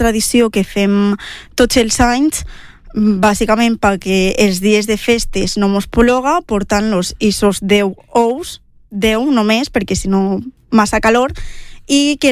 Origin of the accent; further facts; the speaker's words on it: Sant Pasqual, Valencian Community, Spain; Sí, soc de Sant Pasqual.